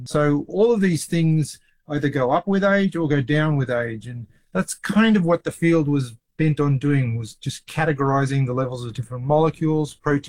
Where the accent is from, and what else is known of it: Australia; born or raised there